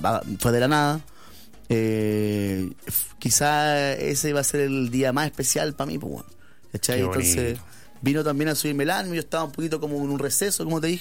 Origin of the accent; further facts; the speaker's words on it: Lota, Biobío, Chile; born there; now in Santiago, Chile; Acá partimos en Lota, mi mamá vive en Coronel. Y yo vivo en Santiago, pero vengo siempre para acá.